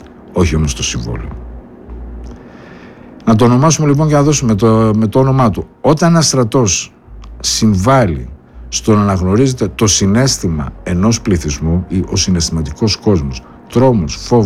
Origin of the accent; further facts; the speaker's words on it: Greece; εγώ είμαι Έλληνας. Στην Ελλάδα ζω.